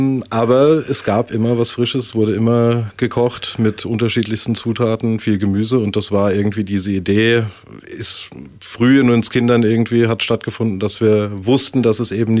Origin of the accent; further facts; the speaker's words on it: Mainz, Rhineland-Palatinate, Germany; Ich bin ursprünglich hier aus Mainz, also tatsächlich in Mainz geboren, im Mainzer Umland aufgewachsen und dann auch hier zur Schule gegangen.